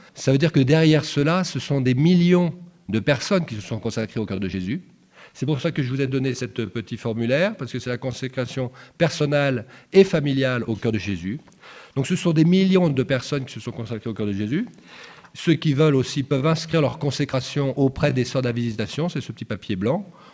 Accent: France; je suis, comme la plupart d'entre vous, je suis français pour la plupart, pas tous.

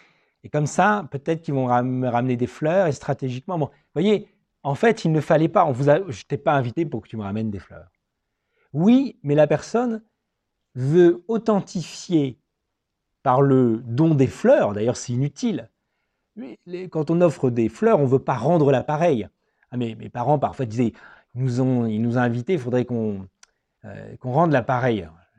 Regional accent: Metz, Grand Est, France; born there; moi je suis né à Metz en France

